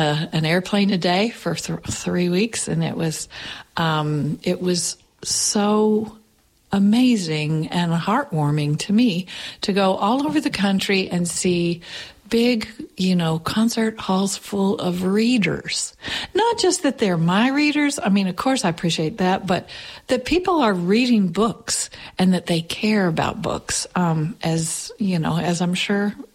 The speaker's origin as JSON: {"language": "English", "region": "Appalachia", "country": "United States", "said": "as an Appalachian writer"}